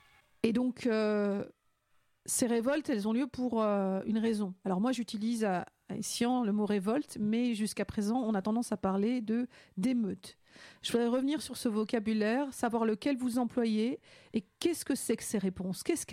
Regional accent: Vaulx-en-Velin, Auvergne-Rhône-Alpes, France; j'ai grandi à Vaux-en-Velin. Vaux-en-Velin, c'est une ville qui a été connue pendant, à travers toute la France parce que c'est une ville qui a fait l'objet de révoltes populaires

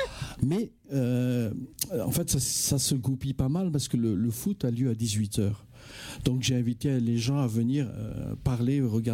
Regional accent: Madagascar; now in France; moi je vais parler de mon pays d'origine, Madagascar

